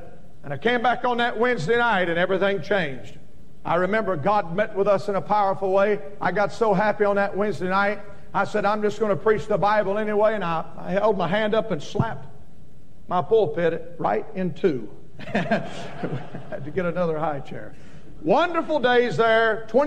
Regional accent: the South, United States; now in Maine, United States; I'm from the South. I left the South 26 years ago. I found out real quick that my first message in Maine didn't have a lot of material.

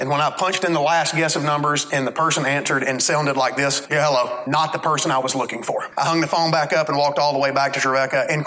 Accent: Alabama, United States; moved away; I'm from Alabama.

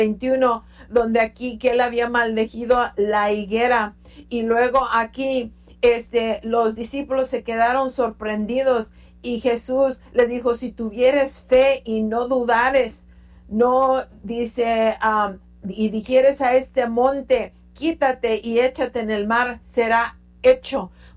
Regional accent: United States; born there; mis padres y nosotros todos somos estadounidenses, nacimos aquí en Estados Unidos

